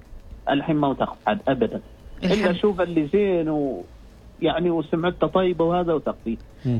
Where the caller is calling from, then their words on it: Al Mudaybi, Ash Sharqiyah North, Oman; والله من المضيبي.